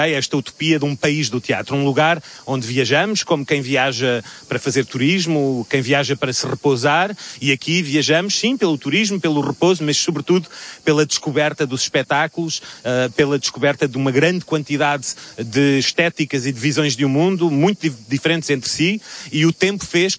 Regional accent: Portugal; desse país irmão do meu país natal, Portugal

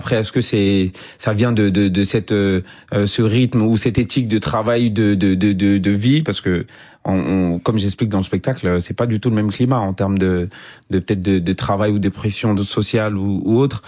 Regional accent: Côte d’Ivoire; moved away; Et moi, à l'époque où j'ai quitté la Côte d'Ivoire et l'accent aujourd'hui, ça a bien évolué.

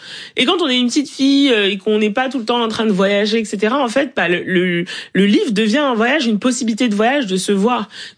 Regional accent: Cameroon; et en plus nous on est Nyokon, donc on vient de Nyokon au Cameroun

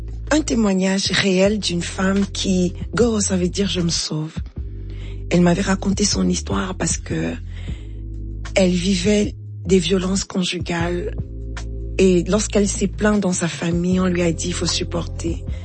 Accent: Cameroon; Chez les Béti, chez nous, au Cameroun, on va dire l'onkul.

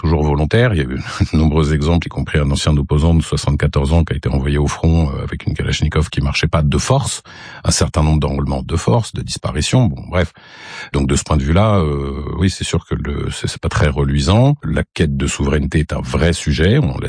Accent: Tunisia; Je dis pas ça parce que je suis tunisien

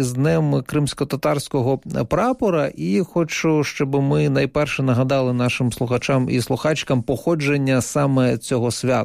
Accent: Donetsk, Donetsk Oblast, Ukraine; also born or lived in Lviv; now in Kyiv, Ukraine; Я тоді переїхав зі Львова, де я спершу мешкав після того, як переселився з Донецька. От вже переїхав в 16-му році до Києва

